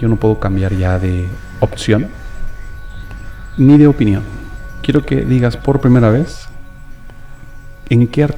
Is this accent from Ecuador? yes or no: no; Guadalajara, Jalisco, Mexico; Y orgullosamente tapatío